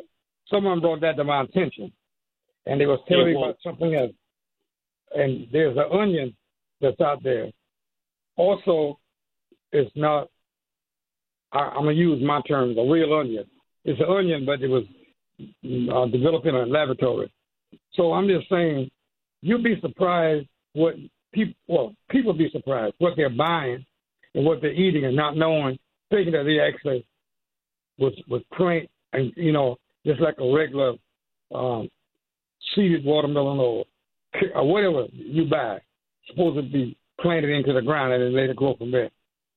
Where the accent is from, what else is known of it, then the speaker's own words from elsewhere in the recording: the South, United States; I'm from the South. And I know I've had milk I keep for days